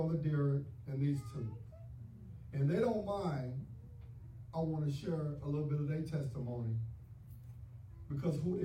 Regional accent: Detroit, Michigan, United States; I'm from the Down River area. Equus River in South Detroit.

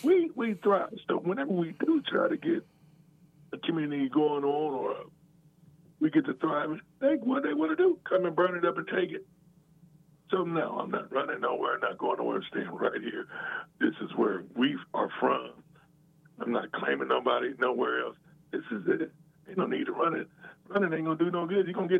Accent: United States; I don't think I'm from Africa. I'm from here.

